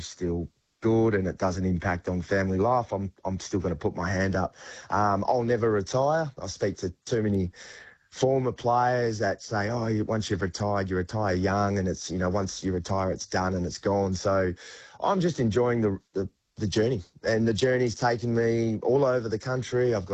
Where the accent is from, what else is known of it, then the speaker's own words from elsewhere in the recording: Geelong, Victoria, Australia; born there; I was born in Geelong, so I always fancied Geelong.